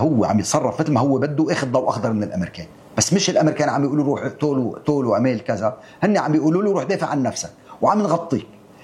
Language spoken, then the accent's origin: Arabic; Lebanon; نحن كلبنانيين